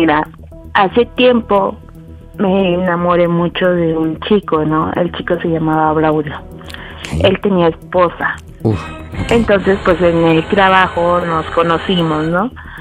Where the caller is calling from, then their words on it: Mexico City, Mexico; 30, de la Ciudad de México.